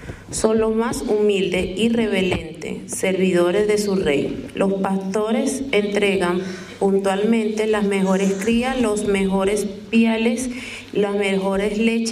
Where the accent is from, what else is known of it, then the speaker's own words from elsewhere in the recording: Caracas, Capital District, Venezuela; soy de Caracas.